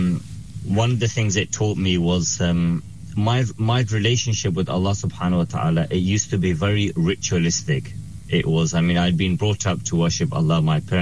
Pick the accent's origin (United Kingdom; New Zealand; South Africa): United Kingdom; London; I grew up in London. I lived in a small housing estate with my parents.